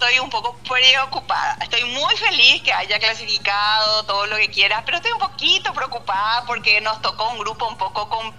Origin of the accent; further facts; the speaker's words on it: Paraguay; Me encantaría como paraguaya